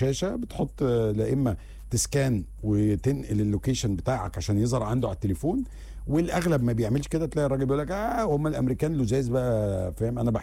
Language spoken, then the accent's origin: Arabic; Egypt; أنا مثلا إحنا كمصريين هتيجي تقول لي أنا المحل ده أقف فيه طابور عشان آكل 10 دقايق